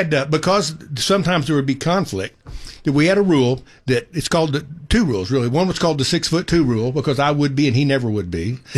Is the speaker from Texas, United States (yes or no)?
yes; Fort Worth, Texas, United States; My dad, we're from Fort Worth. At this point, my parents had moved off to the little ranchette in Weatherford.